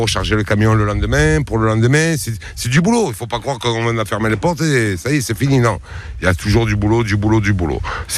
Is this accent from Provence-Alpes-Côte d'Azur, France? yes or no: yes; La Seyne-sur-Mer, Provence-Alpes-Côte d'Azur, France; also born or lived in Toulon; now in Ollioules, France; Ouais, je suis né à Toulon et j'ai grandi à La Seyne-sur-Mer avec mes parents.